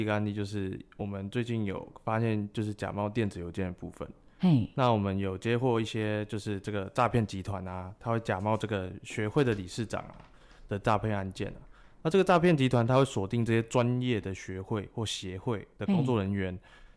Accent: Taitung County, Taiwan; 对，我是台东人。

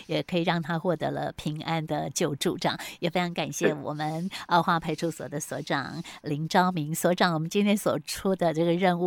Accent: Taiwan; 不是说我们是台湾人

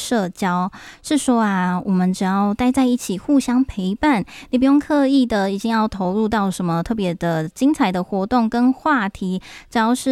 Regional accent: Tainan, Taiwan; 因为我是台南人嘛，

